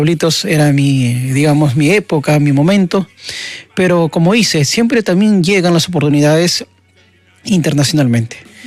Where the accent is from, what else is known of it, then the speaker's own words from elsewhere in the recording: Puquio, Ayacucho, Peru; a todos mis paisanos, amigos, familiares, en especial de Puquio, del barrio de Joyana.